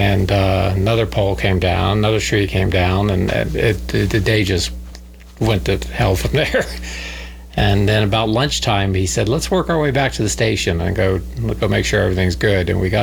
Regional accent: Florida, United States; I'm from Florida. I've seen every hurricane, all my life

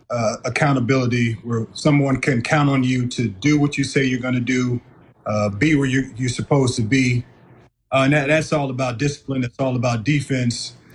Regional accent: St. Louis, Missouri, United States; I'm a hometown kid, born and raised in St. Louis. This has always been home for me, even through the cities that I played in. I've always made my way back home, you know, in the summertime.

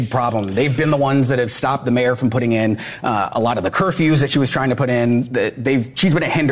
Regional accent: Washington, District of Columbia, United States; So I'm from Washington, D.C., born and bred.

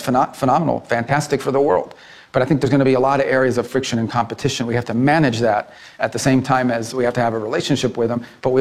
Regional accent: Miami, Florida, United States; Put aside for a moment my history, the fact that I'm Cuban-American, the fact that I grew up in Miami.

